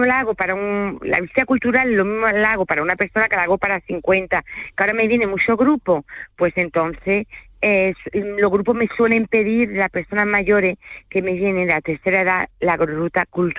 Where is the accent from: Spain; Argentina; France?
France; Spanish is a second language; Porque soy francesa, aunque no se me note, todo el mundo me lo dice.